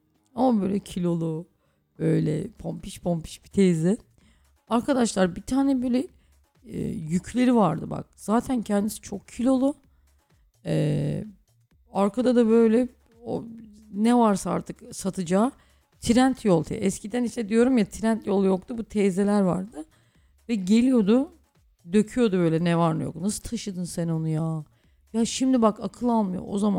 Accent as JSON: {"language": "Turkish", "region": "Düzce", "country": "Turkey", "tie": "born or raised there", "said": "Böyle Aydınpınar Caddesi'nde oturuyorduk. Benim çocukluğum zaten hep böyle Aydınpınar Caddesi'nde geçti. Orada doğdum, büyüdüm. Hani diyor ya, Aydınpınar çocuğuyuz biz."}